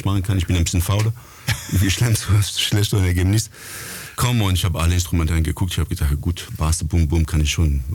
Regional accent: Paris, Île-de-France, France; German is a second language; moved away; ich komme aus Frankreich, aus Paris.

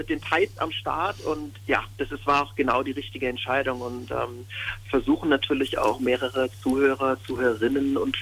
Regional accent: Germering, Bavaria, Germany

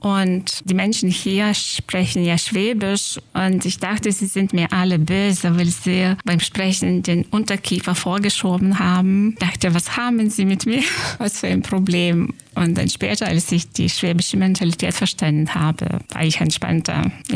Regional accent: Lithuania; now in Germany; Ich komme aus Litauen und bin schon ziemlich lange da, seit 32 Jahren.

